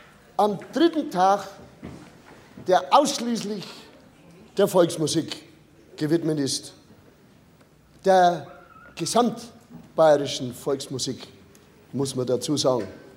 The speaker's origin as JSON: {"language": "German", "town": "Nuremberg", "region": "Bavaria", "country": "Germany", "said": "bin ich ein Nürnberger, ne? Sonst hätte ich nicht Brei gesagt. … ein Nürnberger, wie gesagt."}